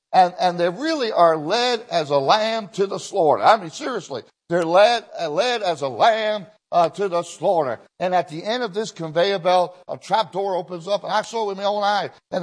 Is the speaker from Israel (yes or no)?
yes; Israel; Now, when I was in Israel, I grew up in Israel all my young life